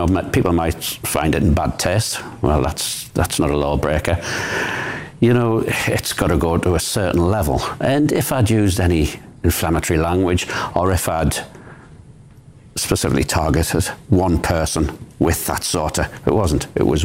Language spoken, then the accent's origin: English; United Kingdom